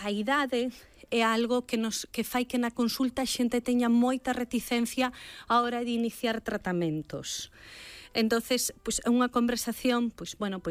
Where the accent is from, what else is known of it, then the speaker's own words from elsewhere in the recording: Galicia, Spain; Vou responder como moi galega.